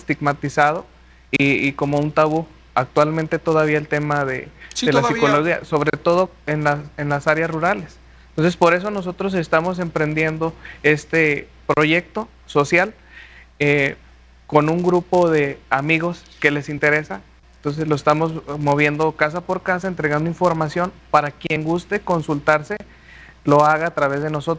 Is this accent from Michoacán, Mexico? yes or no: no; Cuencamé, Durango, Mexico; yo soy originario del municipio de Cuencamé